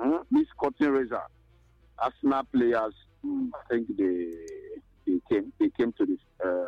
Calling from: Kwabinimbo, Ghana; Energy. I'm calling from Kwabinimbo.

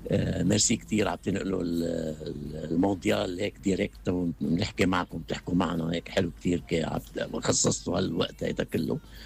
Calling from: Canada; نحن قاعدين بكندا

